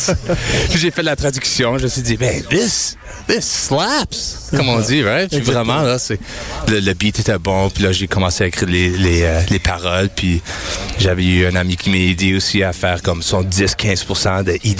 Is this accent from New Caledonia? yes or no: no; Winnipeg, Manitoba, Canada; C'est ça qu'on est des Winnipegois.